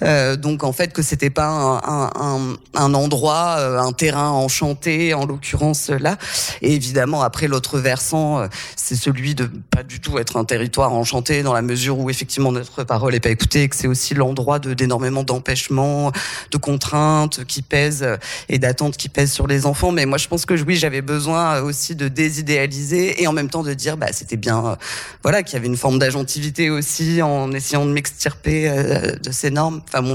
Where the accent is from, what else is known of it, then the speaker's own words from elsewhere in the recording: Châtel-Guyon, Auvergne-Rhône-Alpes, France; Moi, j'ai grandi en Auvergne, dans une petite ville qui s'appelle Châtel-Guyon, avec mon grand frère et ma mère, qui était institutrice en maternelle.